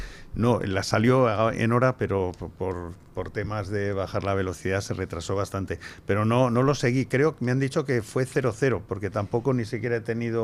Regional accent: Spain; Yo quiero que porque yo soy español

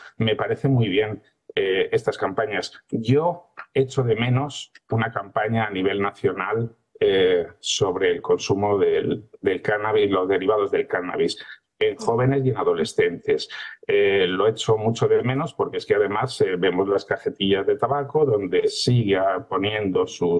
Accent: Madrid, Community of Madrid, Spain; soy de Madrid y vivo en Madrid

